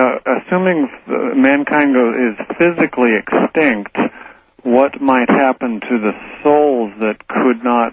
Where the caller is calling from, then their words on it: Seattle, Washington, United States; from Seattle.